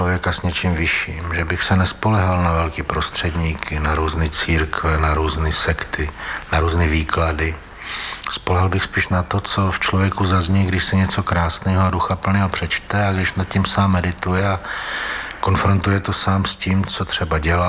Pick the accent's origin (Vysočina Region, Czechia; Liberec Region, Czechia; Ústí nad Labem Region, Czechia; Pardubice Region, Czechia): Pardubice Region, Czechia; Holice; Já jsem se narodil v Holicích v Čechách